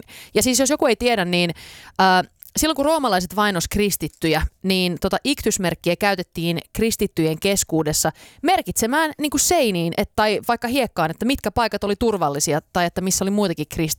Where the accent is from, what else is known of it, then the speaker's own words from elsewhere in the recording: Central Ostrobothnia, Finland; joka koetaan myös ikään kuin Suomen Bible Belt-alueena tuolla Keski-Pohjan maalla, josta mä oon itsekin kotoisin